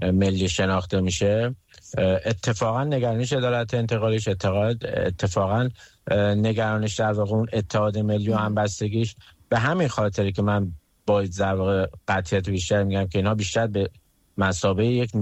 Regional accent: Iran; به عنوان یک ایرانی

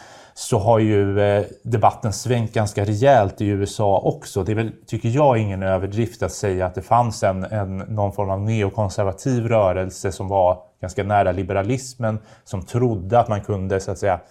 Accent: Sweden; vi att jag är svensk, det kommer alltid att trumfa över mina eventuella åsikter om ekonomi eller om skatte.

